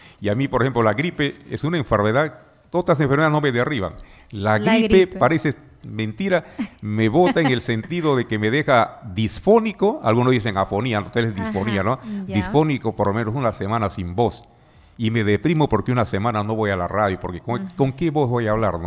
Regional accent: Iquitos, Loreto, Peru; yo soy para Iquitos

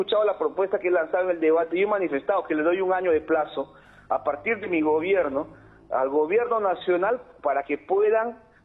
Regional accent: Punchana, Loreto, Peru; Yo soy de Punchana

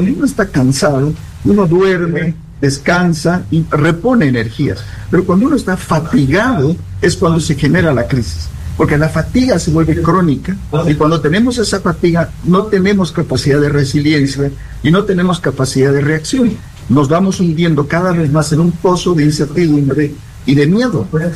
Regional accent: Bolivia; now in Santa Cruz, Bolivia; nosotros como bolivianos

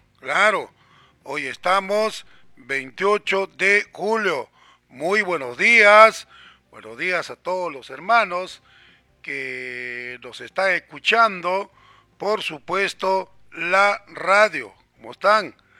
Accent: Peru; Como peruanos, muy orgullosos de ser peruanos y el Perú.

